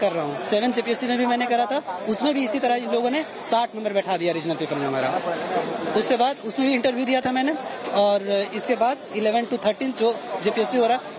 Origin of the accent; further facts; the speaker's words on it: Jharkhand, India; first language Khortha; Hindi is a second language; हमारा मातृभाषा खोरठा है, मैं यहाँ का मूलवासी हूँ